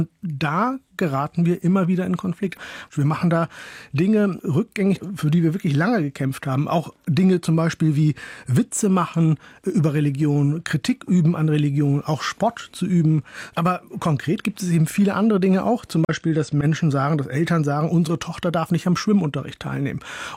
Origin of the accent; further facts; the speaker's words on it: Lower Saxony, Germany; Also ja, richtig komme ich aus Norddeutschland, nämlich aus Holland-Wiehlenfleet.